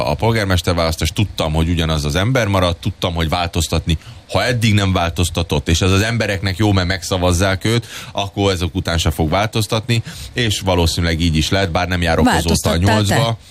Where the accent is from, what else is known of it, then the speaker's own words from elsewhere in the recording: Budapest, Hungary; moved away; én fölnőttem Újpesten. Zöldbe, nyugodtságba, biztonságba.